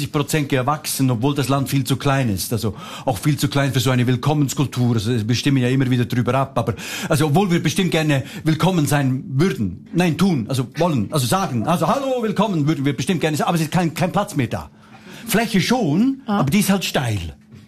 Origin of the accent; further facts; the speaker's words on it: Switzerland; Ich komme aus der Schweiz.